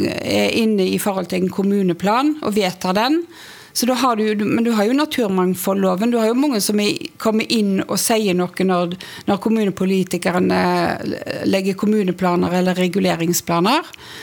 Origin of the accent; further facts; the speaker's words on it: Vihavda, Sweden; Jeg er jo født og oppvokst på Vihavda i Sverige også.